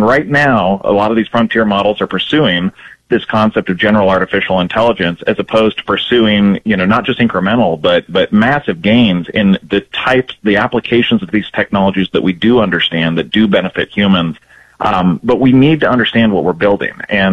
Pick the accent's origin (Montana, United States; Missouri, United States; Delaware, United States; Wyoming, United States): Montana, United States; Billings; I'm from Billings originally, so I love that idea.